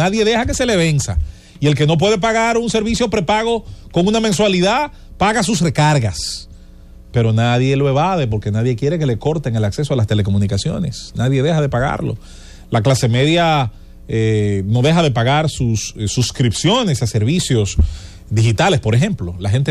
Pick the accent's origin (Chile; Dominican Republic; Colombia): Dominican Republic; Azua de Compostela, Azua; en mi casa donde yo me crié en Asua